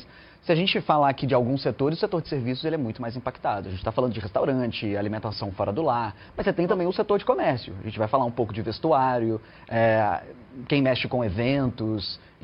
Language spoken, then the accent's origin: Portuguese; Brazil; E a gente, enquanto brasileiro, a gente tem essa ligação muito forte com a Copa.